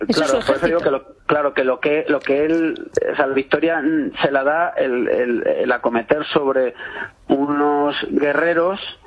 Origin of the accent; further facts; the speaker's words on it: Cuenca, Castilla-La Mancha, Spain; En mi pueblo, en Cuenca estoy.